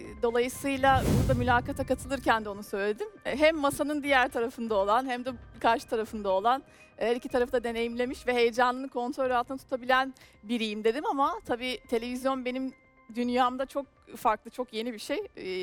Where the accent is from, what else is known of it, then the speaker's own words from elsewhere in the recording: İzmit, Kocaeli, Turkey; moved away as an adult; now in Istanbul, Turkey; 2008 yılına kadar, yani yaklaşık 18 yaşına kadar oradaydım. Üniversiteyi kazanmamla birlikte İstanbul serüvenim başladı. 10 yılı aşkındır da İstanbul'dayım.